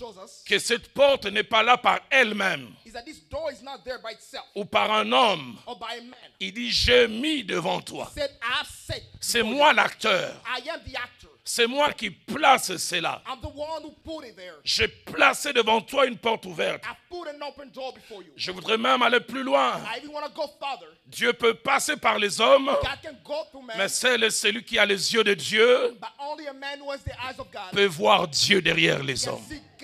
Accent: Kinshasa, DR Congo; Chez nous à Kinshasa, on disait ramasser, ce n'est pas voler.

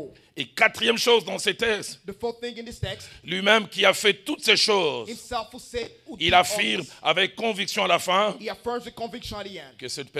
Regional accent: Kinshasa, DR Congo; Chez nous à Kinshasa, on disait ramasser, ce n'est pas voler.

